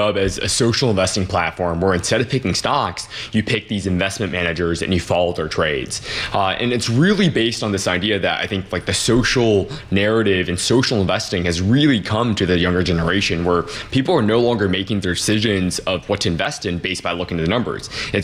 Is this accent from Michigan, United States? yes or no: yes; Detroit, Michigan, United States; Yeah, so born and raised in Detroit, my parents are immigrants. We didn't have a lot of money growing up.